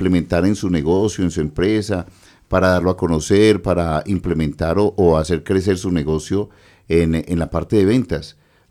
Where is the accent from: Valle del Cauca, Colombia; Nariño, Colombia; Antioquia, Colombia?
Antioquia, Colombia; O que somos antioqueños, que somos paisas, nos escuchan a esta hora también.